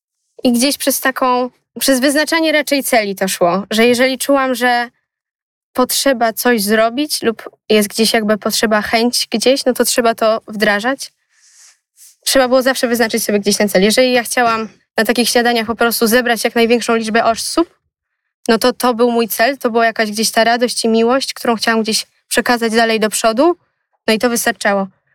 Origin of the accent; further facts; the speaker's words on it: Warsaw, Masovian Voivodeship, Poland; mieszkam od urodzenia tutaj na osiedlu, więc do parafii również uczęszczam od zawsze w sumie.